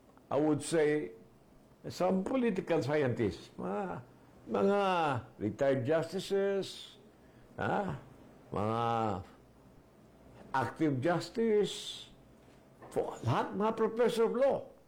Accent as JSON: {"language": "Tagalog", "region": "Zamboanga Peninsula", "country": "Philippines", "said": "ako taga Zamboanga del Sur."}